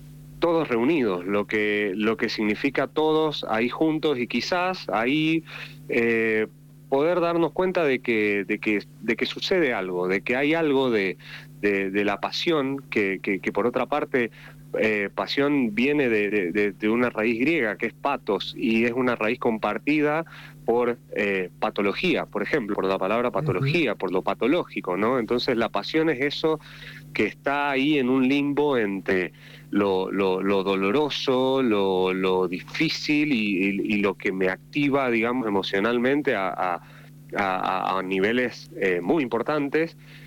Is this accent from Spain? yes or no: no; Argentina